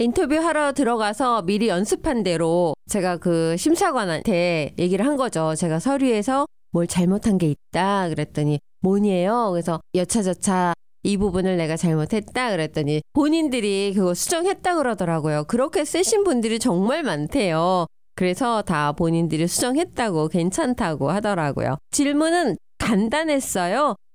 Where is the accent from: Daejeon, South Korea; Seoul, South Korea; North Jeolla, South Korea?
Seoul, South Korea; born there; 코리아 그것도 이제 리퍼블릭 오브 코리아 그렇게 쓰고 한국에서 태어났으니까 스테이트는 서울이라고 써야 되는데